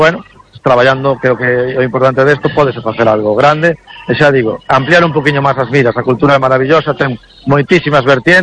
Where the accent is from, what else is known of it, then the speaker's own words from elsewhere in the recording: Bañobre, Galicia, Spain; E non concello, sino mini concello, se digo polo meu pueblo, ¿no? Bañobre, quer dicir, non somos nin concello, temos unha verbena, ¿no?